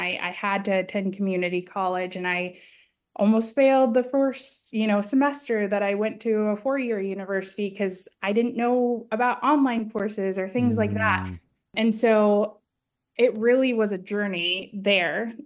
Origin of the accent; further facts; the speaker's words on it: Texas, United States; grandparents, though, my grandfather was in the Navy, and so they ended up moving their family to Texas. So I'm actually originally from Texas.